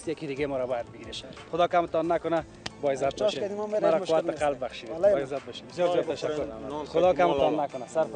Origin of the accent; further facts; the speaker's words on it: Afghanistan; ما شما افغان هستیم مسلمان هستیم